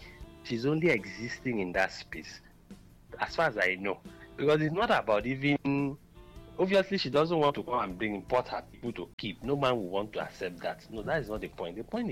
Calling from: Enugu, Enugu State, Nigeria; I'm calling you from Enugu.

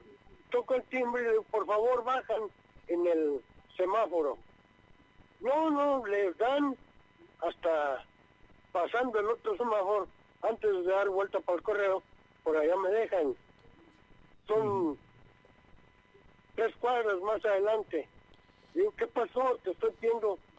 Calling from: Baja California, Mexico; De aquí de la colonia 3 de octubre.

